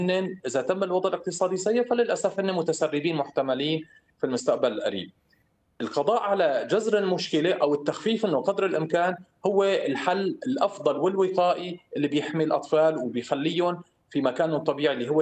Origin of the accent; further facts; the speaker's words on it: Syria; قديش نحن كسوريين